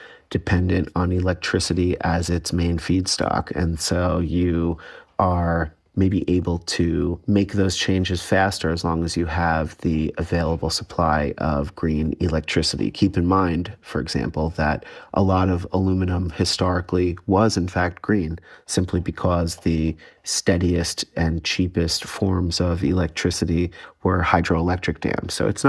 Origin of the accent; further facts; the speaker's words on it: New York, United States; It's really quite clean, enviably clean from my perspective as a New Yorker.